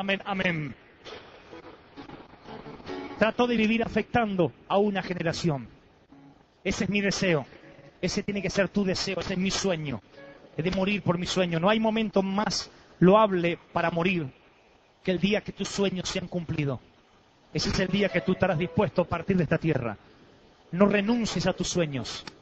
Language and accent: Spanish; Billinghurst, Buenos Aires Province, Argentina; born there; Te está hablando alguien que no tuvo la fortuna de nacer en Europa. Nací por allá en Sudamérica, en un pueblito que no aparece en el mapa, Billinghurst, de Buenos Aires.